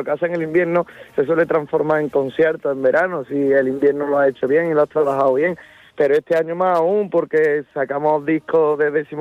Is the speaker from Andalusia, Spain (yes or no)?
yes; El Carpio, Andalusia, Spain; nosotros somos de la España rural, como dicen algunos, ¿no? Nosotros somos del Carpio, un pueblecito pequeño de 4.000 habitantes y no nos podemos mover de aquí.